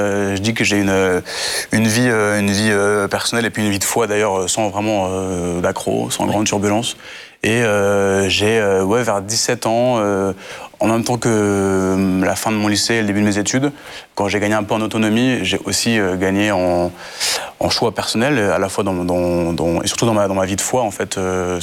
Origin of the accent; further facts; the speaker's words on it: Vichy, Auvergne-Rhône-Alpes, France; Moi, je suis né en Auvergne, dans l'Allier. J'ai grandi dans l'Allier aussi, entre Clermont et Moulins, à Vichy. J'ai grandi dans une famille chrétienne, une famille catholique